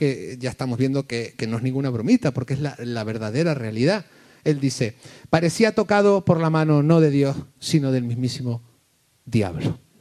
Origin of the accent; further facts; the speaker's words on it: Canary Islands, Spain; esto me lleva a pensar en algo que nosotros y nosotras como canarios lo sentimos.